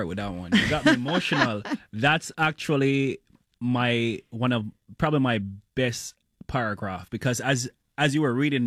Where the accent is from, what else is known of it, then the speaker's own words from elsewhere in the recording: Jamaica; growing up in Jamaica, we didn't have a lot, you know, back then.